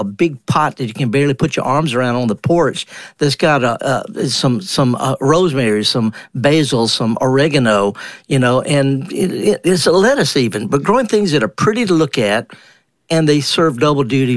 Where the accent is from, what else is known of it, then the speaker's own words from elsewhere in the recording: Mississippi, United States; I'm from Mississippi